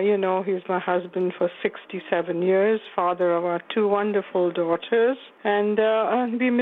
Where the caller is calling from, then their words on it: Toronto, Ontario, Canada; I'm calling from Toronto.